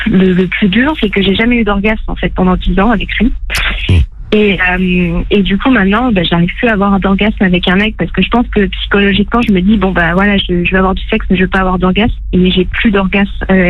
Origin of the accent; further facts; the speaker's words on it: France; Oui, je suis française.